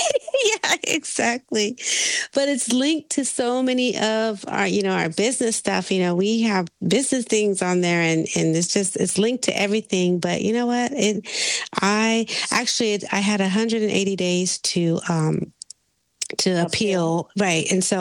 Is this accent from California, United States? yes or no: yes; California, United States; moved away; I grew up in California